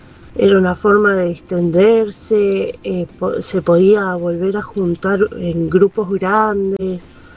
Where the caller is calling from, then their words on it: Argentina; vieron cómo somos los argentinos, nos gusta estar en grupo.